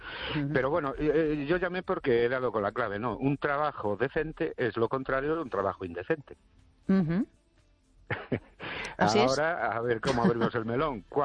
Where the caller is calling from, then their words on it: Ourense, Galicia, Spain; de Orense.